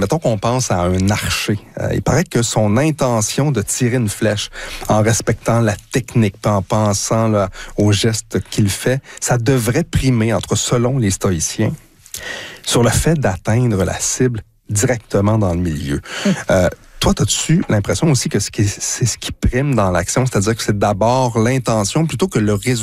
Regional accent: Drummondville, Quebec, Canada; accent: Drummond; mon accent de Drummond en anglais.

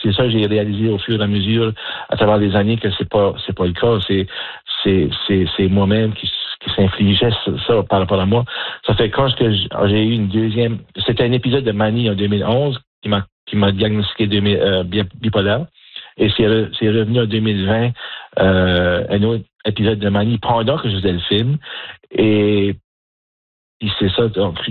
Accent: Canada; je suis acadien, je suis père de famille, tout ça.

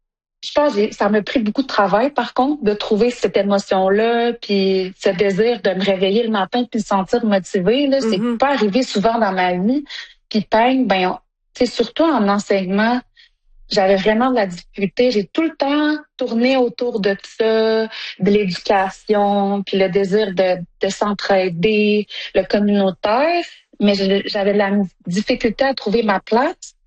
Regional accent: Sept-Îles, Quebec, Canada; born or raised there; moved away as an adult; now in Iqaluit, Canada

